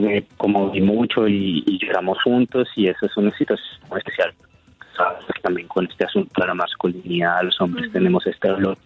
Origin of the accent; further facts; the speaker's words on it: Cali, Valle del Cauca, Colombia; como caleños y caleñas